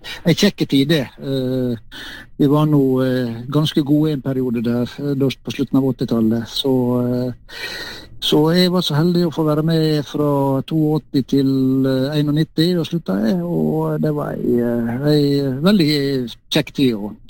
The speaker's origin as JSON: {"language": "Norwegian", "town": "Ålesund", "region": "Møre og Romsdal", "country": "Norway", "tie": "born or raised there", "also_born_or_lived": "Sogndal", "moved": "as an adult", "said": "født og oppvokst oppe i Ålesund, helt i strandkanten på en fjord som heter Borgundfjorden"}